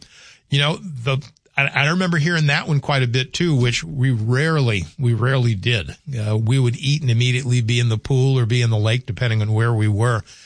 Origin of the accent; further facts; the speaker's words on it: Louisiana, United States; growing up in the South, watermelon was not a luxury. It was a necessity because watermelon grows so well in South Louisiana, and we had watermelons all over the place